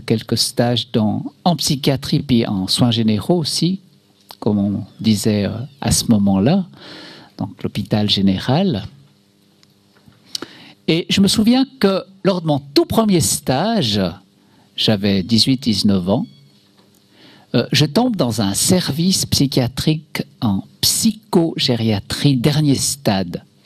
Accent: Switzerland; Chez nous en Suisse, c'est permis des associations comme Exit, qui assiste le suicide.

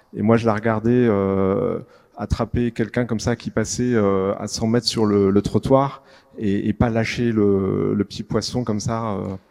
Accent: Paris, Île-de-France, France; Donc on est parisien, on vit dans le 16e à Paris, et notre paroisse c'est Saint-Honoré-d'Eylau.

